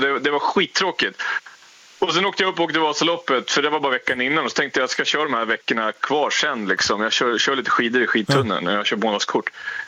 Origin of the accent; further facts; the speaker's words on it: Norrland, Sweden; now in Gothenburg, Sweden; jag har åkt skidor och jag kommer upp från Norrland, så att jag är född på skidor